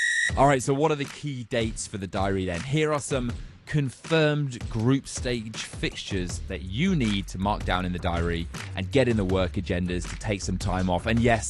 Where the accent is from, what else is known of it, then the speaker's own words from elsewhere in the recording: England, United Kingdom; Come on, now I am English. I am biased, you might have guessed, but I do genuinely believe that this could be our year.